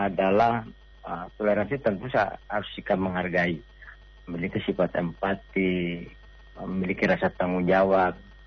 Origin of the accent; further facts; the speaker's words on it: Gorontalo, Indonesia; Sebagai warga Gorontalo